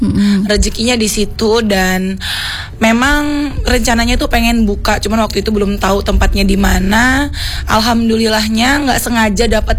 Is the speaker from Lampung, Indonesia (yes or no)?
yes; Kota Agung, Lampung, Indonesia; moved away; Kebetulan aku nih orang Kota Agung. Tahu kan Tanggamus, orang pesisir, Lampung pesisir.